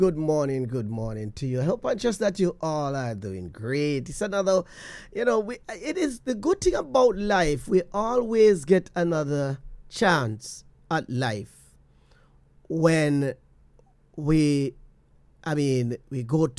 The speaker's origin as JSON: {"language": "English", "country": "Jamaica", "tie": "born or raised there", "lives_now": "United States", "said": "I mean, I remember growing up in Jamaica, I wasn't, my grandmother passed away."}